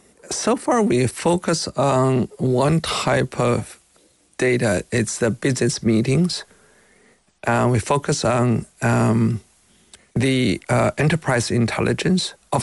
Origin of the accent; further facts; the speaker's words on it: Beijing, China; English is a second language; now in United States; I'm not a native English speaker myself. I was born in China. I grew up in Beijing. I went to America in 1991. Even after 35 years living in America, I couldn't get rid of my accent.